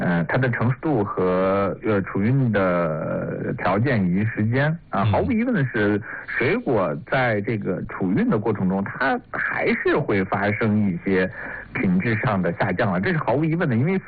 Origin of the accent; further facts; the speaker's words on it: China; 特别适合我们中国人那口味的